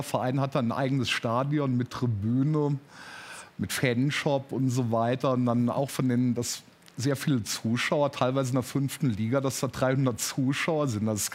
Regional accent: Rhineland-Palatinate, Germany; Das Schöne ist, bei uns in Rheinland-Pfalz sind die Leute ja schon fußballverrückt.

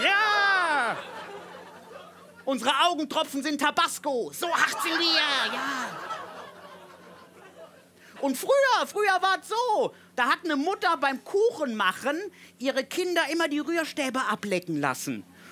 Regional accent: Nickenich, Rhineland-Palatinate, Germany; moved away; Ja, ich komme ja nicht von hier, ich komme aus der Eifel. Ja, schön, dass das so eine Ekstase hier hervorbringt. Mal gucken, ob das Örtchen, wo ich herkomme, ob das einer kennt. Hat einer schon mal das Eifeldörfchen Nicken nicht gehört?

